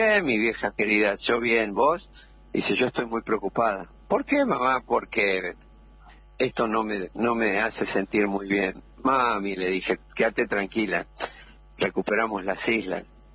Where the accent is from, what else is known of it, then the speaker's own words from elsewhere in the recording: Argentina; somos argentinos